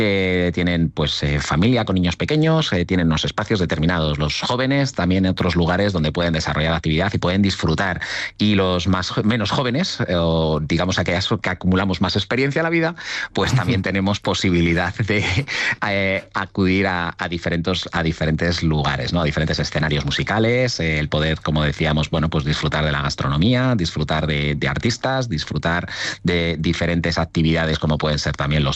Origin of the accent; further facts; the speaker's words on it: Burgos, Castile and León, Spain; soy de aquí de Burgos, nacido en Burgos